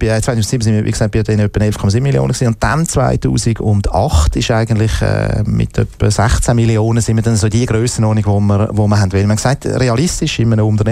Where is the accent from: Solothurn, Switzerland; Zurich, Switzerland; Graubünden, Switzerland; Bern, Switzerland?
Zurich, Switzerland; Nein, das so weit habe ich mich noch nicht überwinden. Ich bin Zürcher und ZSCV.